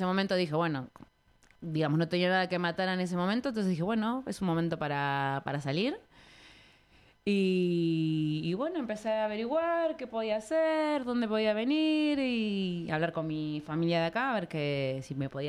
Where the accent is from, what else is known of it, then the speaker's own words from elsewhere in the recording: Buenos Aires Province, Argentina; moved away as an adult; now in Basque Country, Spain; yo nací en Argentina, viví toda mi vida en Argentina y toda mi familia en realidad es de Paraguay.